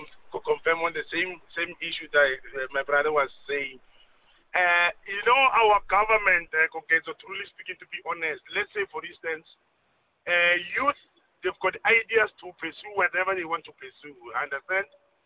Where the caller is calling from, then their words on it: South Africa; So as a South African